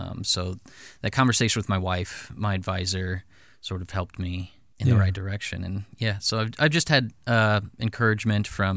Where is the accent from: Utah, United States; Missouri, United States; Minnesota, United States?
Missouri, United States; O'Fallon; now in Godfrey, United States; Yeah, so I grew up in the St. Louis metro area, O'Fallon, Missouri. And my wife also is from this area. We live in Godfrey now, so somewhat, you know, close by.